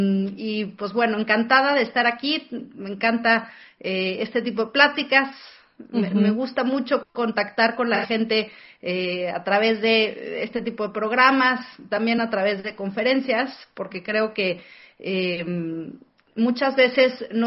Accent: Mexico City, Mexico; soy originaria de Ciudad de México

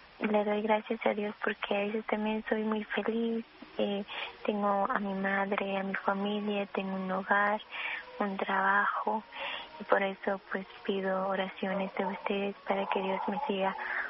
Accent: Santiago Atitlán, Sololá, Guatemala; Y también pido por mi pueblo de Santiago Tistelán, por mi ciudad de Guatemala y por el mundo entero también.

